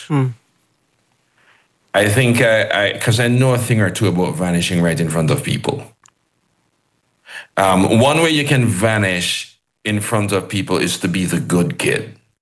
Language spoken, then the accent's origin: English; Jamaica; I think it would have been very easy for me to simply assume, well, I'm a Jamaican, I don't need to check anything.